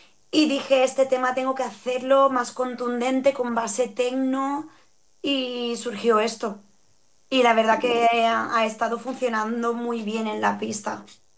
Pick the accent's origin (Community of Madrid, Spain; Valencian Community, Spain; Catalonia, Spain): Valencian Community, Spain; Xeraco; ha sido los que he hecho en Xeraco, porque claro, es mi pueblo, es mi gente, y la emoción que me da al poder pinchar allí con toda mi familia